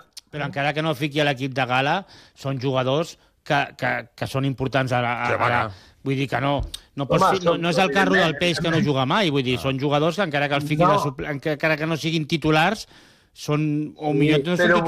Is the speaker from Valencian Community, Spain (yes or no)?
no; Terrassa, Catalonia, Spain; Tu saps que jo soc de Terrassa, no?